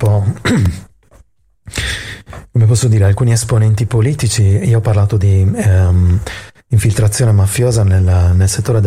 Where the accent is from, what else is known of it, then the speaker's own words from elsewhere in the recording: Sardinia, Italy; accent: Sardinian; sentivano il mio accento e dicevano: ah, bellissima Sardegna, Villa Simius, maialetto e nuraghi.